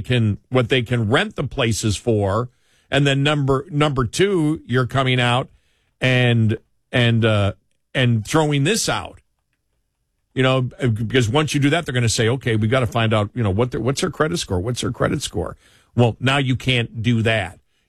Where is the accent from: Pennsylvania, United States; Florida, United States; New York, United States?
New York, United States; Buffalo; Buffalo, New York. I was born in Buffalo, New York at Millard Fillmore Hospital.